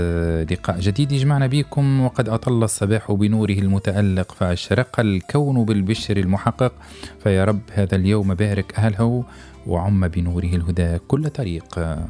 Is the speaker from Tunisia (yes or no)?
yes; Tunisia